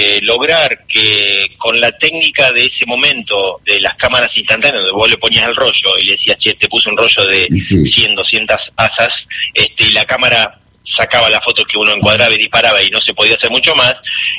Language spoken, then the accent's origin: Spanish; Santa Rosa, La Pampa, Argentina; moved away as an adult; familia y el resto de las personas con las que transité gran parte de mi vida hasta los 18 años que emigré de Santa Rosa por cuestiones laborales.